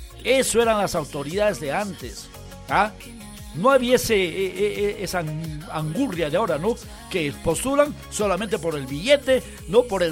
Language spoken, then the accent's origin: Spanish; San Agustín de Cajas, Junín, Peru; born there; mi viejito lindo que descanse en paz, llegó a ser alcalde distrital del San Agustín de Cajas, mi pueblo.